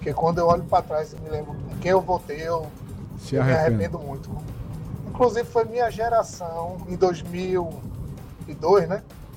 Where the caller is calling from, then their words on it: Brazil; Eu sou aqui da Boa Vista.